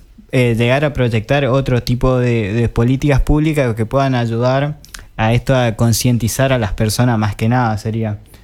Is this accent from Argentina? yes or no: yes; Corrientes, Argentina; born there; also born or lived in Bella Vista, Corrientes; yo viví de chico acá en Corrientes, después me mudé a Bellavista